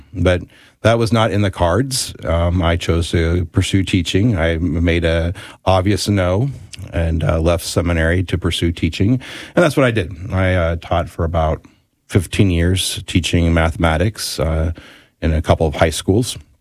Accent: Springfield, Missouri, United States; I grew up in Springfield, Missouri.

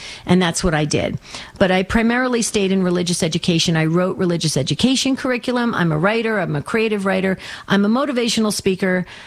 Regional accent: New Jersey, United States; born or raised there; moved away as an adult; now in Arizona, United States

